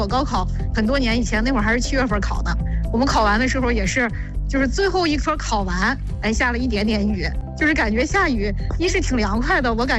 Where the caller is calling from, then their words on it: Shijiazhuang, Hebei, China; 我就是石家庄的。